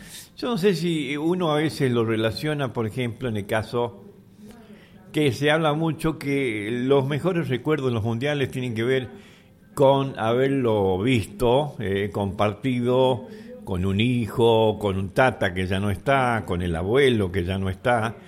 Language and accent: Spanish; Argentina; porque somos argentinos